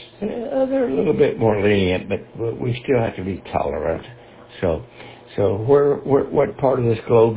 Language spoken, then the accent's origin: English; Texas, United States; I am from Texas